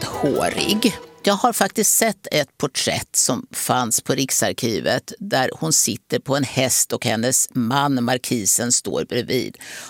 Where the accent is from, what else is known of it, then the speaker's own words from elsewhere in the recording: Ljungsbro, Östergötland, Sweden; jag hade skrivit ett antal lokalhistoriska böcker om min hembygd som Övreta kloster och Ljungsbro väster om Linköping.